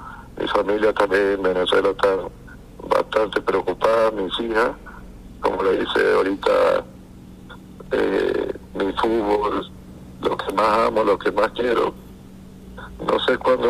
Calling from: Chalhuahuacho, Apurímac, Peru; Chalhuahuacho ha sido mi segunda casa

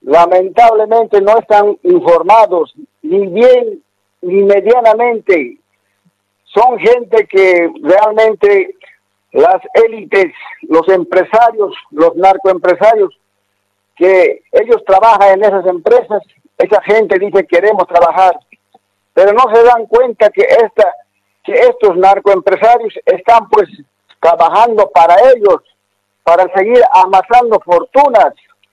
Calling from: Warnes, Santa Cruz, Bolivia; Desde Warnes, la provincia de Warnes, Comunidad de la Fe

